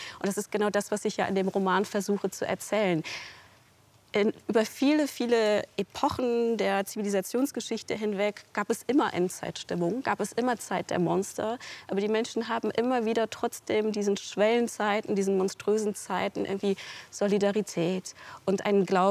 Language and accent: German; Cologne, North Rhine-Westphalia, Germany; Ich bin ja in Köln-Kalk aufgewachsen und dieser Ort hatte für mich früher eine sehr auch soghafte Wirkung, also auch eine beklemmende Wirkung. Das war ja viel eben Industriewüste